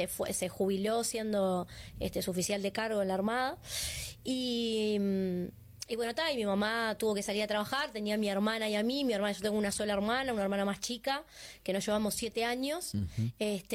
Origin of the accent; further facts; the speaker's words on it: Montevideo, Uruguay; en realidad nací, soy de Montevideo, uh-huh. Mis padres son de Canelones, de Sauce